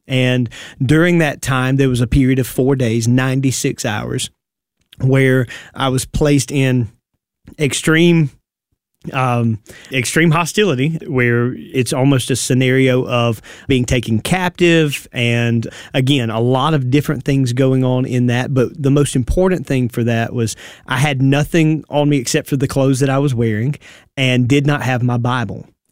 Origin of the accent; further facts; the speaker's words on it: United States; I grew up in Wayne County and then started pastoring right out of high school.